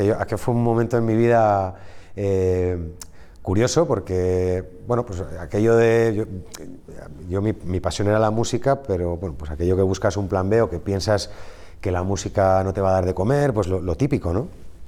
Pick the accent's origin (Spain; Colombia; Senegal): Spain; tanto aquí en España, en mi país, como fuera, ¿no?